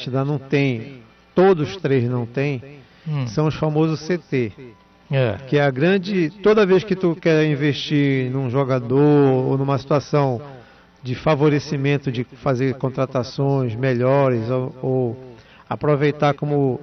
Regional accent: Portugal; now in Brazil; Sou português.

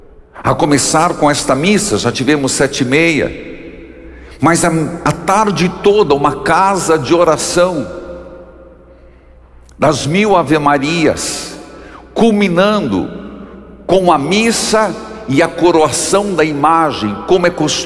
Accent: Paraíso do Norte, Paraná, Brazil; born there; Não faz muito que estive na minha cidade natal, Paraíso do Norte

